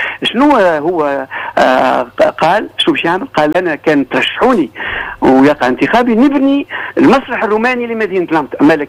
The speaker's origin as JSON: {"language": "Arabic", "country": "Tunisia", "said": "ما احنا من تونس"}